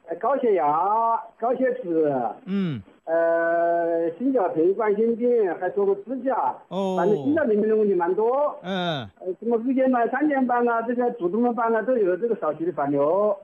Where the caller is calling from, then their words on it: Kinmen, Fujian, Taiwan; 我在金门的，抱孩子在孙子，